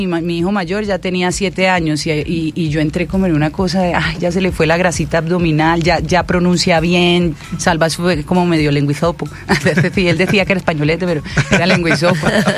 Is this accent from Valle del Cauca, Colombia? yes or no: yes; Cali, Valle del Cauca, Colombia; also born or lived in Bucaramanga / Cartagena; now in Medellín, Colombia; yo soy caleña, criada entre Cali y Bucaramanga, con abuelos por ambas partes de Río Negro, Antioquia.